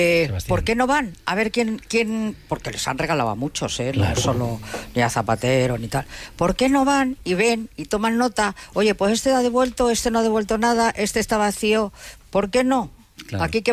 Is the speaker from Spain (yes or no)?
yes; Castile and León, Spain; En mi pueblo es plena Sierra de Gredos